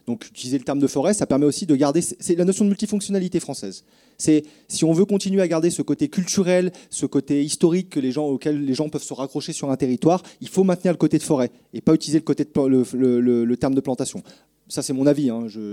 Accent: Lyon, Auvergne-Rhône-Alpes, France; Enfin, moi, je suis du Rhône à la base, hein, de Lyon.

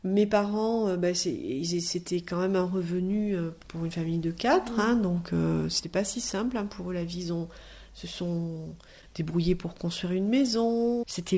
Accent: Ussel, Nouvelle-Aquitaine, France; born or raised there; also born or lived in Bergerac / Étampes / Bordeaux

